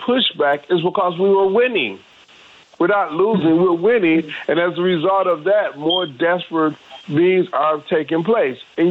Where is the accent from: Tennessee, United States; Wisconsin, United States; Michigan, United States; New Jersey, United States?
Michigan, United States; Detroit; now in Mississippi, United States; And although I'm from Detroit, but I live in Mississippi, he will always call me Mississippi.